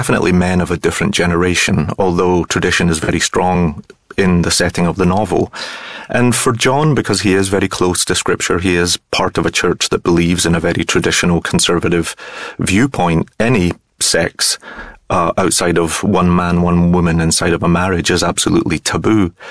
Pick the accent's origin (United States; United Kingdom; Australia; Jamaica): United Kingdom; Glasgow, Scotland; Yes, I mean, I'm a Scotsman who grew up in Glasgow, but I had never been to the Outer Hebrides before.